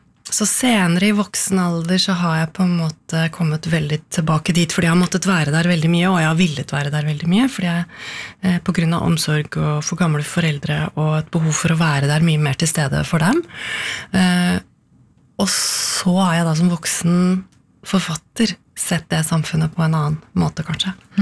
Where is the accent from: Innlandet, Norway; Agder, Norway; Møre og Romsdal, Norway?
Innlandet, Norway; Koppang; born or raised there